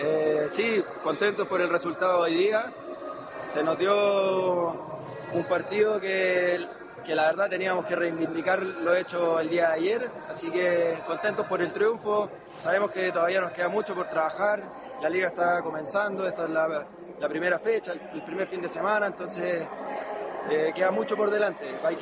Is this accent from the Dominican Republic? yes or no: no; Concepción, Biobío, Chile; Yo soy penquista, soy de Conce